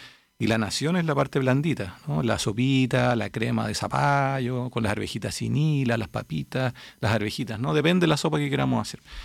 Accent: Chile

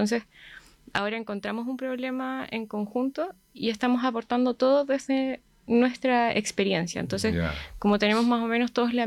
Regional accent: Osorno, Los Lagos, Chile; moved away as an adult; also born or lived in Puerto Varas; now in Santiago, Chile; yo soy de acá, de Osorno. O sea, en realidad nací en Puerto Varas, pero estudié hasta los 18 años acá en Osorno, en el Liceo Carmela Carvajal de Prat.

